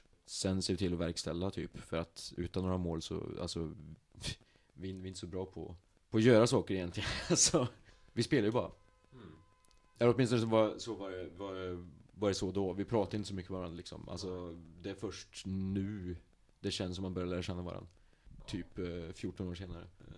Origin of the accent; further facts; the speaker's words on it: Arvika, Värmland, Sweden; det är mycket på grund av att vi kommer från Arvika liksom